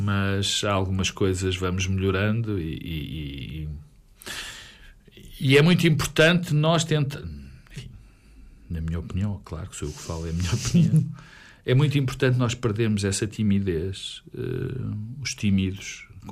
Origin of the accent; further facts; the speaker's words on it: Portugal; Eu, por exemplo, nasci no Estado Novo